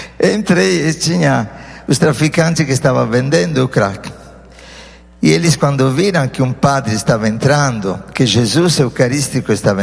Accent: Sardinia, Italy; moved away; Na minha terra belíssima, que se chama Sardenha, uma ilha no meio do Mediterrâneo

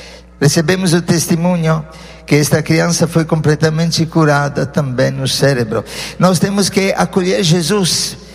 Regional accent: Sardinia, Italy; moved away; Na minha terra belíssima, que se chama Sardenha, uma ilha no meio do Mediterrâneo

